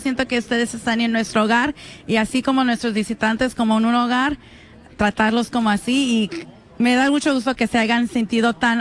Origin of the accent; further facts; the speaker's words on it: Long Beach, California, United States; moved away as an adult; now in Santa Ana, United States; tengo como 6 años viviendo en Santa Ana, pero soy del Long Beach originalmente.